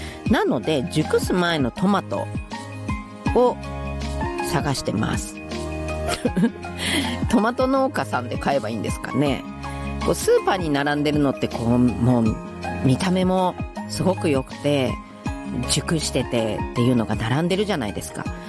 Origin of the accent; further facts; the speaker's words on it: Gunma, Japan; 私群馬なんです